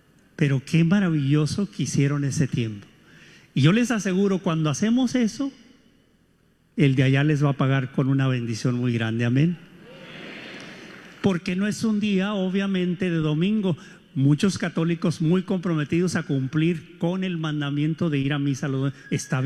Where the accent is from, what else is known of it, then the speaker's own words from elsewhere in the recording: Mexico; ya como mexicano.